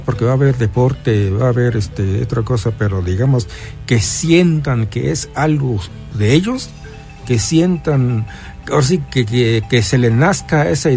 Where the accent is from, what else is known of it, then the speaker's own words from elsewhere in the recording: Mixteca, Mexico; moved away; allá en la Mixteca, pues precisamente en mi pueblo